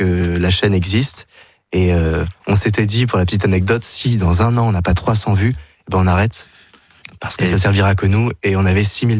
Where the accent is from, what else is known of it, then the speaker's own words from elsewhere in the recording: France; nous avons chez nous en France